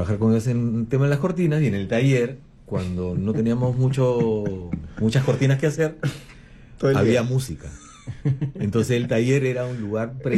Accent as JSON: {"language": "Spanish", "town": "Barranco", "region": "Lima", "country": "Peru", "said": "pues, si somos de Barranco, porque somos Barranquito."}